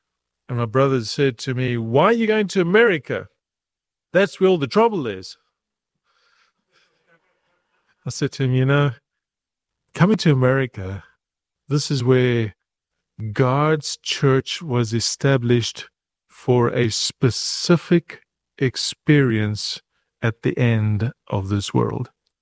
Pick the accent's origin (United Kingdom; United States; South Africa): South Africa; I come from South Africa. My father was a mission doctor amongst the Zulu people, and I had the privilege of growing up amongst the Zulu people, stick fighting, learning some of the language, and just participating in the culture.